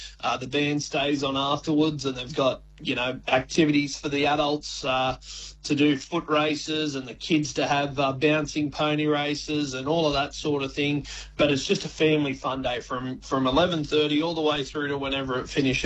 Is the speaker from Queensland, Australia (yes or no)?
no; Parkes, New South Wales, Australia; I'm from Parks.